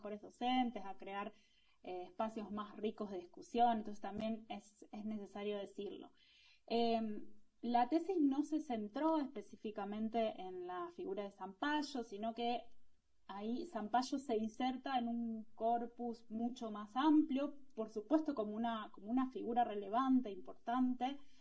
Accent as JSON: {"language": "Spanish", "region": "Santa Fe", "country": "Argentina", "moved": "yes", "lives_now": "Buenos Aires, Argentina", "said": "soy santafesina, y bueno, de ahí también deriva un poco, o nace mi amor por estas músicas que había escuchado muy desde chica"}